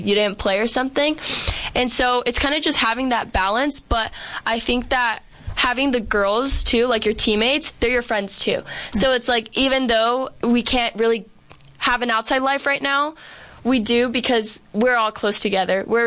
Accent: Phoenix, Arizona, United States; But I love Arizona. I grew up here. I'm from Phoenix. My parents moved here really young.

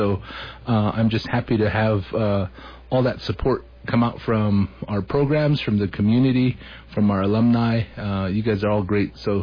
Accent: Moenkopi, Arizona, United States; I'm from Munkhapi. … from there.

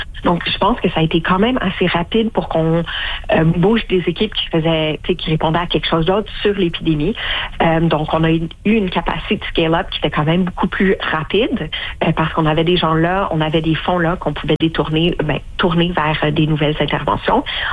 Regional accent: Canada; Donc, pour moi, ça, en tant que Canadienne, ça me choque profondément.

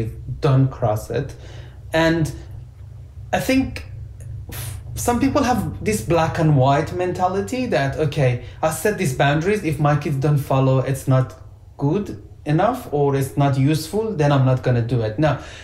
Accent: Afghanistan; we're from Afghanistan

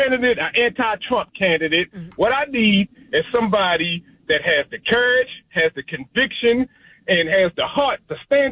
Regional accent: Baltimore, Maryland, United States; Look, I am a Democrat from Baltimore that voted for Bob Ehrlich 3 times.

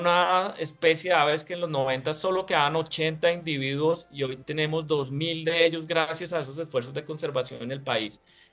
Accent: Colombia; y deberíamos, como colombianos, salir a disfrutar este tesoro tan bonito.

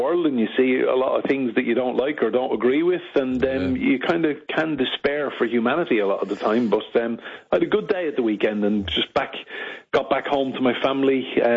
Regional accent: Enniscorthy, Leinster, Ireland; my hometown, Enniscorthy in County Wexford.

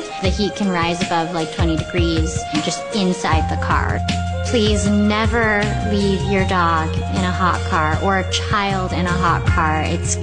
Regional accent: Arizona, United States; I'm from Arizona, and I know it turns into an oven in that car, whether the windows are cracked or not.

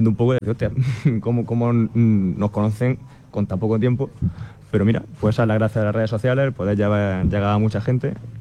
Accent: Almería, Andalusia, Spain; Somos de Almería.

